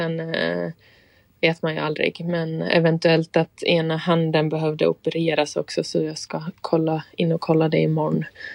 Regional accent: Sweden; hemma i Sverige

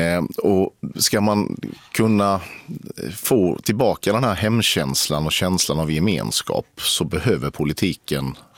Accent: Sweden; jag som svensk

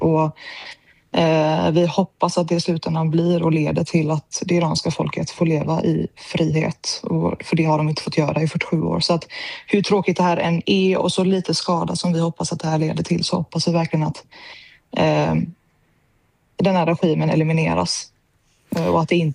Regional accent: Sweden; Jag är ju även iransk medborgare och på pass då. Jag är ju född upp i Sverige

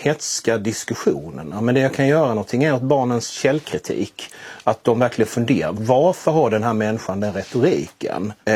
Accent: Blekinge, Sweden

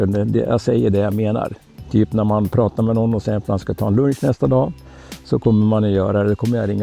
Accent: Gävle, Gävleborg County, Sweden; also born or lived in Rovaniemi, Finland; 63 år, kommer från Gävle.

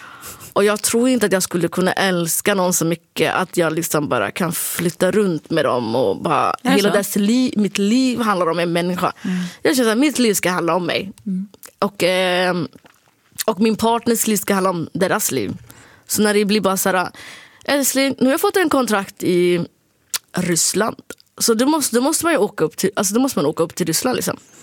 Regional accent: Sweden; accent: Standard Swedish; Jag tycker att jag pratar rikssvenska liksom.

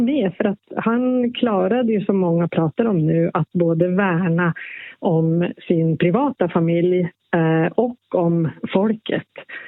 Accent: Sweden; also born or lived in Norway; ja, jag är ju både svensk och norsk.

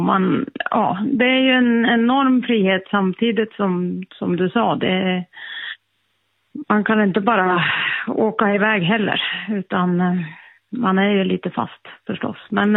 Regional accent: Jämtland County, Sweden; Ja, dels är jag uppväxt på en bondgård och har jobbat med, eller har levt med det här livet i hela mitt liv egentligen. Mina föräldrar var lantbrukare uppe i Jämtland.

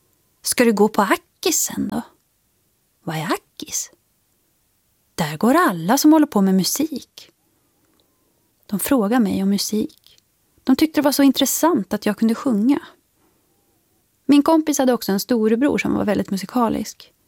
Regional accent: Katrineholm, Södermanland, Sweden; born there

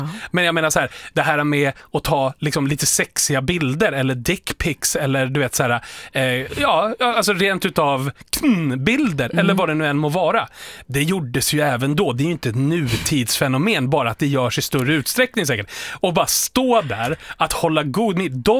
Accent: Djura, Dalarna County, Sweden; Eftersom både du och jag är ju från Djura.

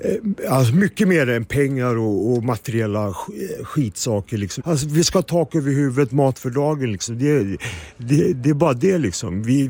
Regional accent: Solna, Stockholm County, Sweden; jag är från Solna från början och jag har världens vackraste familj, en jättestor, en bosnisk mamma

